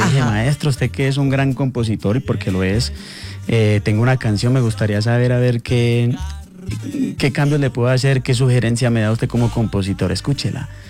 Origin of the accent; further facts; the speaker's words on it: Cumbitara, Nariño, Colombia; born there; now in Pasto, Colombia; nací en el municipio de Cumbitara, Nariño. Actualmente resido en la ciudad de Pasto